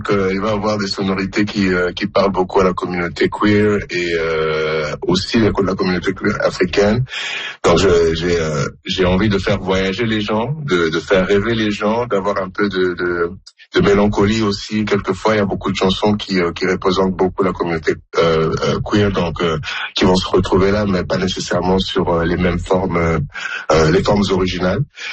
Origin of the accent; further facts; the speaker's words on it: DR Congo; now in Montréal, Canada; je suis né au Congo, j'ai grandi au Congo, ensuite j'ai déménagé à Montréal depuis.